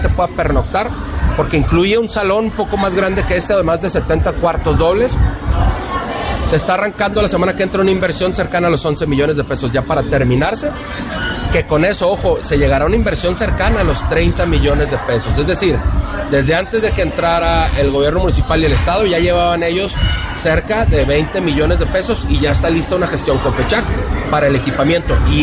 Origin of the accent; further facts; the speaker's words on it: Delicias, Chihuahua, Mexico; como chihuahuense, como deliciense, como padre de familia